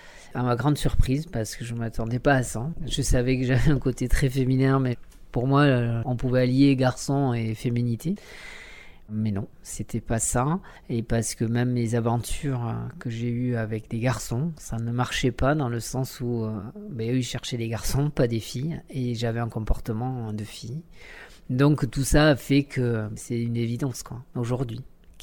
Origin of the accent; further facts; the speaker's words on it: Itsassou, Nouvelle-Aquitaine, France; je suis d'Itsassou, oui. Alors j'ai voyagé un peu partout, mais là, pour faire ma transition, j'avais vraiment envie de revenir aux sources